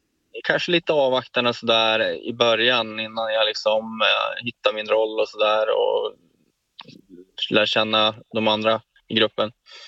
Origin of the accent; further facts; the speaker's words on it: Skellefteå, Västerbotten County, Sweden; hade en del konserter både hemma i Skellefteå och där då i Uleåborg såklart.